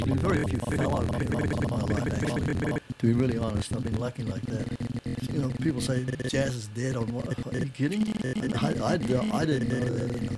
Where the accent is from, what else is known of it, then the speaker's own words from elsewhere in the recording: New Zealand; moved away; You know, I'm from this part of the world. I'm from New Zealand. I go to the States.